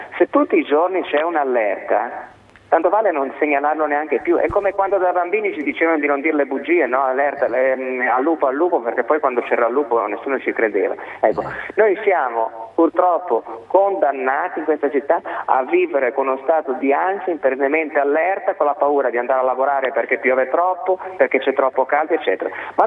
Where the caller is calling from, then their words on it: Genoa, Liguria, Italy; da Genova.